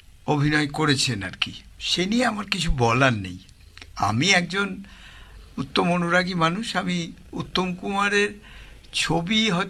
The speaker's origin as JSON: {"language": "Bangla", "town": "Baharampur", "region": "West Bengal", "country": "India", "tie": "born or raised there", "said": "আমরাই ছোটবেলায় আমি তো বহরমপুরে থাকতাম, সেখানে কোনো লাইব্রেরির সাহায্যকল্"}